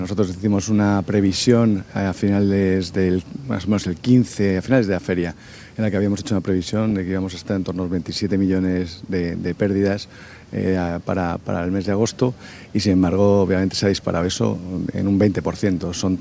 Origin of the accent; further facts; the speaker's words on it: Madrid, Community of Madrid, Spain; moved away as an adult; now in Ceuta, Spain; Yo soy madrileño y me vine hace 26 años aquí a Ceuta.